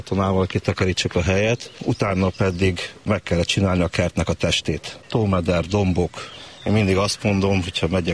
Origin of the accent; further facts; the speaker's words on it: Cluj-Napoca, Cluj County, Romania; moved away; Kolozsváron születtem, Majális utcában laktunk, ahol van a kolozsvári botanikus kert